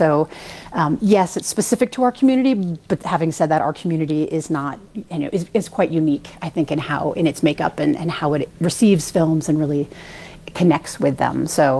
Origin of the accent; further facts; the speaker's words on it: New York, United States; now in Park City, United States; I'm a transplant from New York. We have people who grew up in Europe, people who are 10th generation Utahn.